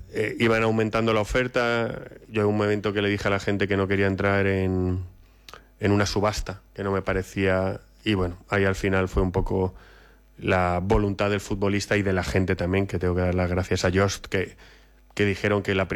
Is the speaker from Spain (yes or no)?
yes; Spain; como españoles y todos miembros del fútbol español